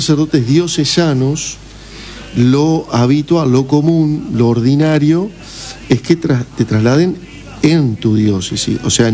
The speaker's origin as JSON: {"language": "Spanish", "town": "Gualeguaychú", "region": "Entre Ríos", "country": "Argentina", "tie": "born or raised there", "lives_now": "Concepción del Uruguay, Argentina", "said": "Nací en Gualeguaychú, me crié en Gualeguaychú, estudié en Gualeguaychú."}